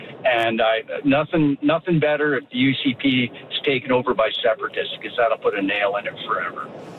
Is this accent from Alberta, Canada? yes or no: yes; Alberta, Canada; as a proud Canadian living in Alberta my entire life.